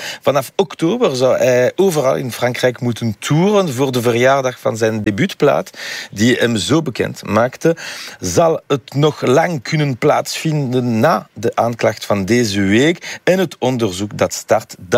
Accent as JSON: {"language": "Dutch", "country": "Belgium", "moved": "yes", "lives_now": "Paris, France", "said": "Ik ben in Parijs, maar ik blijf Belg."}